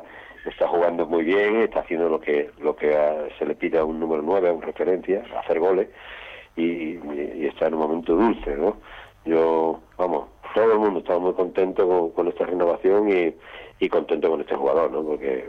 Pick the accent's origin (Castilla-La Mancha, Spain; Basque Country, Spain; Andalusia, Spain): Andalusia, Spain; Málaga; los que nos gusta el fútbol formativo y somos de Málaga